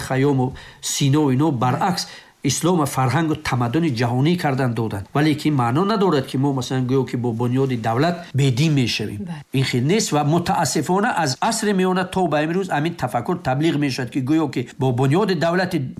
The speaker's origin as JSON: {"language": "Persian", "country": "Tajikistan", "said": "مثلا من تاجیک تولد شدم، خب کجای بروم اگر من تاجیک هستم؟"}